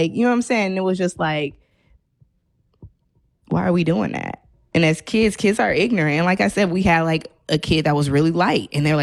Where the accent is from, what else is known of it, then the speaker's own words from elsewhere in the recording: United States; So I feel like as African American